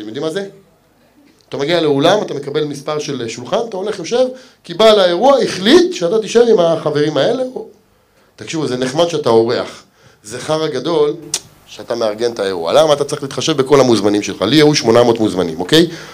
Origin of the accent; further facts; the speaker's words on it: Ramla, Central District, Israel; אני במקור גדלתי ברמלה